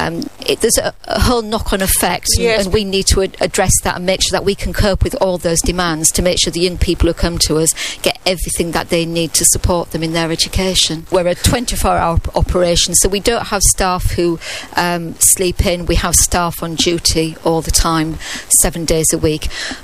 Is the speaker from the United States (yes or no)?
no; Hull, Yorkshire and the Humber, United Kingdom; now in Cheltenham, United Kingdom; I come from Hull and I've lived in Cheltenham for nearly 20 years, and I still have all my family in Hull